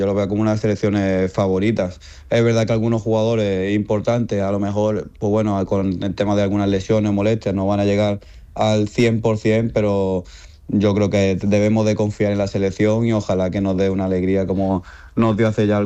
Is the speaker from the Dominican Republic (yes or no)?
no; Málaga, Andalusia, Spain; moved away as an adult; now in Tangerang, Indonesia; yo nací en Málaga, soy malagueño, me crecí en Málaga, mi madre es malagueña, pero con 19 o 20 años, pues bueno, me surgió la posibilidad de tener la doble nacionalidad por parte de padre